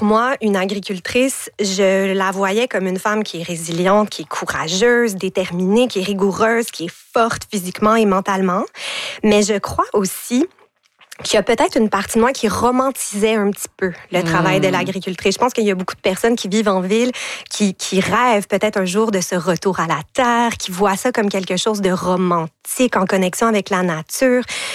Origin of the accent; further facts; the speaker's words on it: Montreal, Quebec, Canada; Moi, j'ai grandi dans le Myland à Montréal, un quartier central, très urbain.